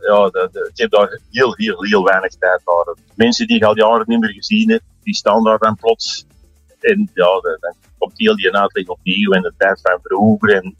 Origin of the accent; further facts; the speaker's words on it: Antwerp, Flanders, Belgium; Ik ben zelf van Antwerpen, op zijn Antwerpse zeggen.